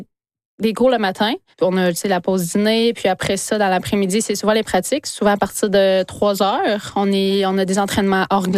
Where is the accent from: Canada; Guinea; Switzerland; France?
Canada; Quebec; Nous, quand j'ai grandi à Wemontashi, justement, où on avait mon père il faisait... une glace d'erreur chez nous, dans notre cour arrière.